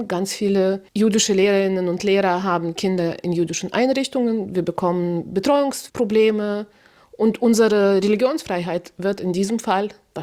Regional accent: Germany; Natürlich sind wir Deutsche

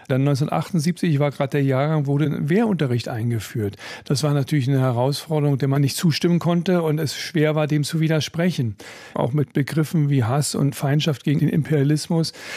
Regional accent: Eberswalde, Brandenburg, Germany; born there; geboren bin ich in Eberswalde bei Berlin. Die Eltern kamen nach dem Krieg aus Schlesien in die Region.

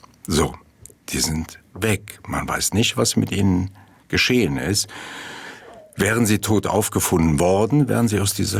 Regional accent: Mayen, Rhineland-Palatinate, Germany; born there; Mayen, Eifel, meine Geburtsstadt.

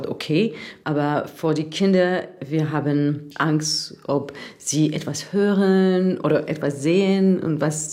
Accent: Lebanon; German is a second language; moved away as an adult; now in Berlin, Germany; Wir haben, ich und mein Mann, im Libanon aufgewachsen. Unsere Familie ist dort.

